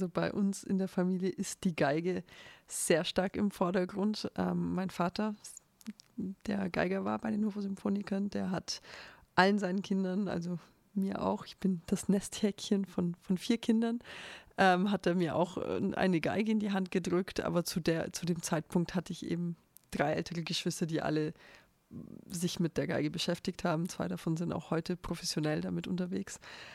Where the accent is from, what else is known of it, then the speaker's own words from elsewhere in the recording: Hof, Bavaria, Germany; moved away as an adult; now in Ebensee, Austria; Ich komme aus Hof aus Bayern und meine Eltern kommen aus Bulgarien